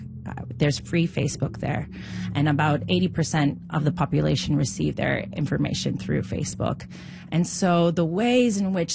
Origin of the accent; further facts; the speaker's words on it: Nova Scotia, Canada; Growing up in Nova Scotia, in Dartmo